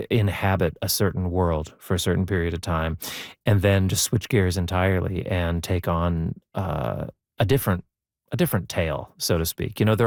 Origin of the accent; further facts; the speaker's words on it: Brandon, Manitoba, Canada; growing up in Brandon, Manitoba, it seemed really, really, really far away.